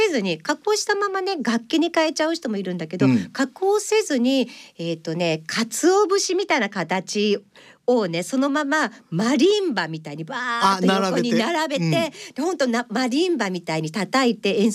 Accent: Kagawa, Japan; now in Germany; そうです、私が出身が香川県 で、うん、で夫は石川県。

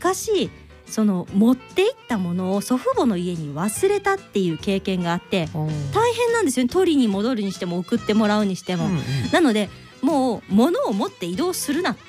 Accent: Osaka, Japan; 私も大阪出身ですけれども、

